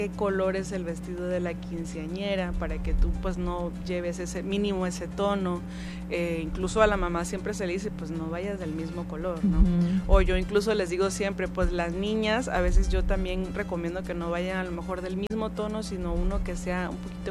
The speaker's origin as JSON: {"language": "Spanish", "country": "Mexico", "said": "es parte de lo que nosotros tenemos como mexicanos"}